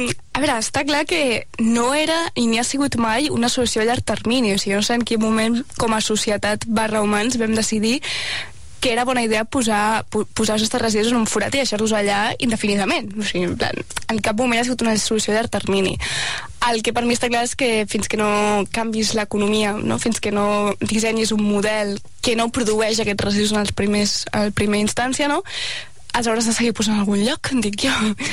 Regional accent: Collbató, Catalonia, Spain; Jo soc de Collbató

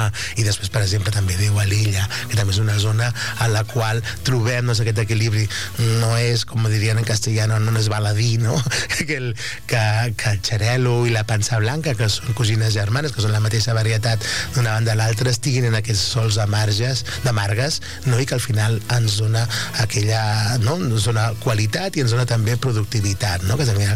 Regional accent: Catalonia, Spain; aquells que som del Penedès

